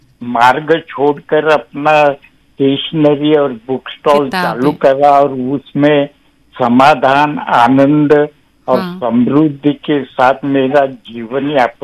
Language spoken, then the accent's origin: Hindi; Maharashtra, India; first language Marathi; Hindi is a second language; और मेरी मातृभाषा मराठी है